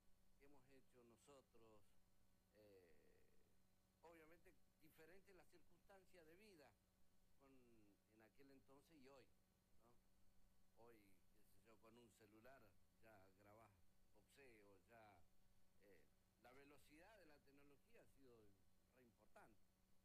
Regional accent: Neuquén, Argentina; Nací en Neuquén Capital.

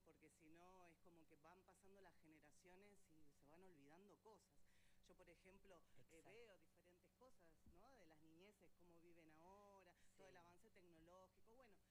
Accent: Buenos Aires, Argentina; also born or lived in Neuquén; ahí yo me crié en Buenos Aires y ahora vuelvo.

